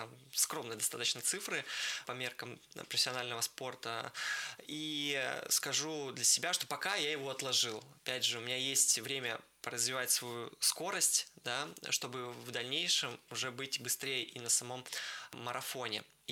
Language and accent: Russian; Vologda, Vologda Oblast, Russia; когда ты бежишь именно в родном городе, вот все вокруг, родные стены. На самом деле у нас еще в Вологде, что важно для спортсменов, достаточно ровно.